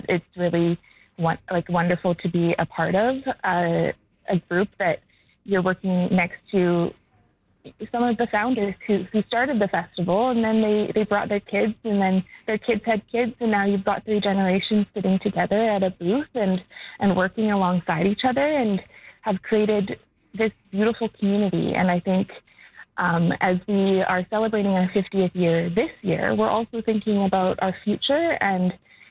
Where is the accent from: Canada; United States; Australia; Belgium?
Canada; Vancouver, British Columbia; As a fifth generation Japanese Canadian growing up in Vancouver